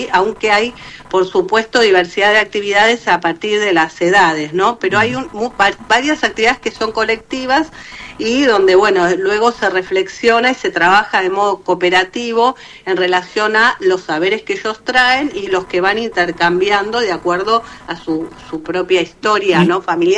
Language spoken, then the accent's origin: Spanish; Argentina; now in Barcelona, Spain; somos argentinos.